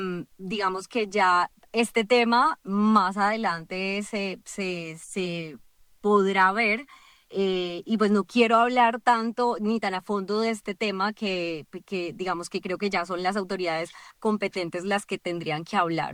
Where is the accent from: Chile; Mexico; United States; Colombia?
Colombia; Y lo que esperamos, obviamente, y como colombiana, lo que esperamos seguramente que sea lo primero que pase